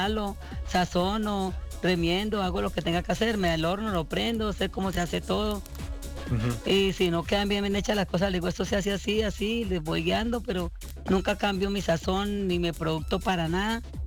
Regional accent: Chaparral, Tolima, Colombia; now in Bogotá, Colombia; Bueno, sí, yo nací en Chaparral, Tolima. ¿Vio? Es al sur.

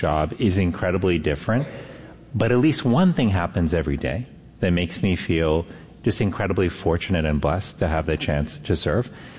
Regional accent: Miami, Florida, United States; Miami, Florida, which is where I grew up, Although I must tell you, so many times when people realize that I was born in Miami and brought up in Miami, they say, you don't really look like someone who's from Miami.

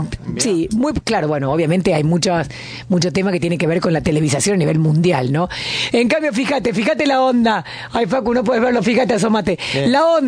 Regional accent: Mexico; Y no voy a venderme, soy corazón mexicano.

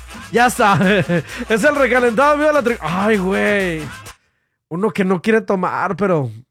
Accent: Mexico; hoy es el cumpleaños de México y como buen mexicano amerita mezcal y tequila.

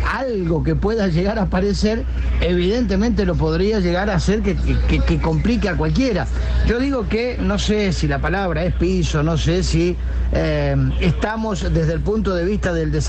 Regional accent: Argentina

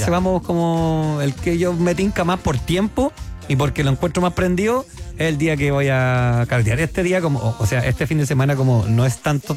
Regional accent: Chile

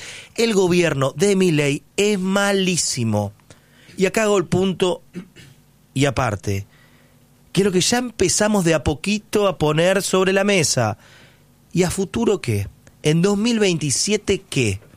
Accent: Argentina; Soy un argentino que quiere que las cosas vuelvan a ser como fueron en un momento.

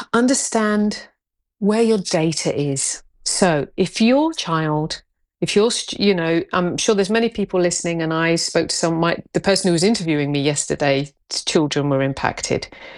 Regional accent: United Kingdom; You are the seriously, one of my favourite Australian shows, like, being British, right? I love that show.

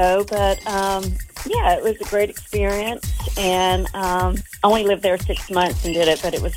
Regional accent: Clinton, United States; accent: Clinton; my Clinton accent wouldn't do the Japanese

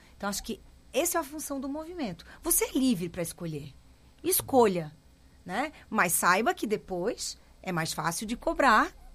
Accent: Florianópolis, Santa Catarina, Brazil; now in Joinville, Brazil; eu sou de Florianópolis, mas eu estou em Joinville há 26

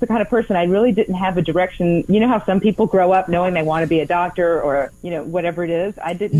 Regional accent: Houston, Texas, United States; Well, I grew up in Houston, my formative years.

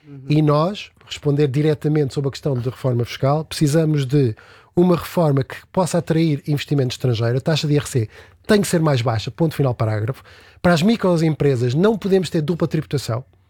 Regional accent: Canada; born or raised there

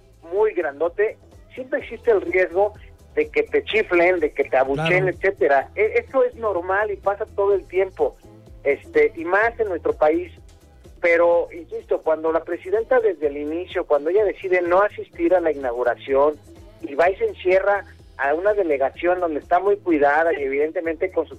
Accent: Mexico

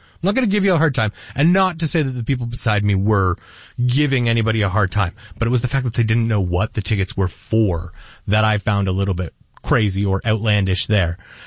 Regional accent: Hamilton, Ontario, Canada; If you don't know, I'm from Hamilton originally, and I absolutely love the CFL.

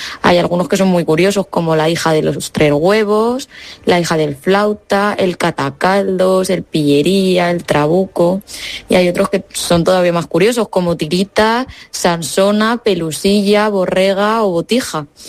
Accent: Sax, Valencian Community, Spain; Yo soy de Sax y a los vecinos de Sax nos llaman sajeños.

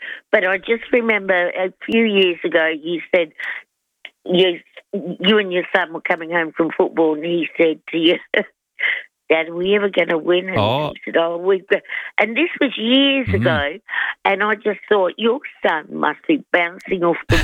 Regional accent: Adelaide, South Australia, Australia; Even though I'm from Adelaide, as you know, I've travelled around.

